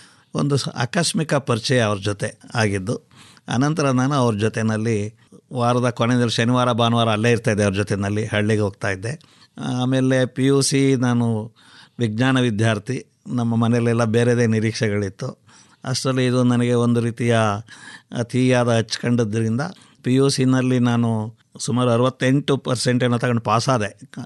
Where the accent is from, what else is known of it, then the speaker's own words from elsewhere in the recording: Bekkalale, Karnataka, India; ನಮ್ಮೂರಲ್ಲಿ, ನಮ್ಮದು ಬೆಕ್ಕಳಲ್ಲಿ ಅಂತ ಹೇಳ್ಬಿಟ್ಟು, ಮದ್ದೂರು ತಾಲೂಕು ಮಂಡ್ಯ ಜಿಲ್ಲೆ.